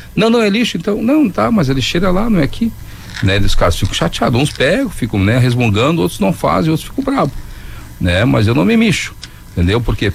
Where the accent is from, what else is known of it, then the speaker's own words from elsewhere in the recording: Cidreira, Rio Grande do Sul, Brazil; região que eu vou muitas vezes, me criei em Cidreira, né?